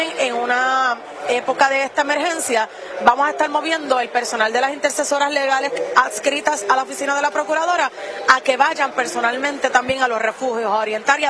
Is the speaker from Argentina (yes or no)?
no; Yabucoa, Puerto Rico; yo vengo de Yabucoa, yo vengo donde está la necesidad.